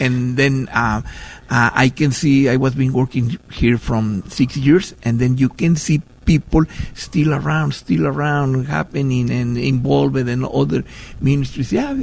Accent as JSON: {"language": "English", "country": "Mexico", "moved": "as an adult", "said": "I come from Mexico. So in Mexico, I was a medical doctor in Mexico"}